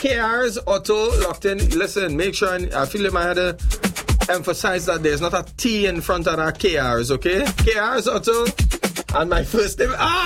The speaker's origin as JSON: {"language": "English", "country": "Trinidad & Tobago", "said": "I just support them because I am from Trinidad."}